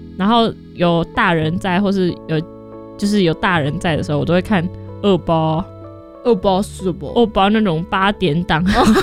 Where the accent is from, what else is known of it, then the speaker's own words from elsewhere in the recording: Taiwan; moved away; 因为我小时候是住在中南部，反正就是所以都说台语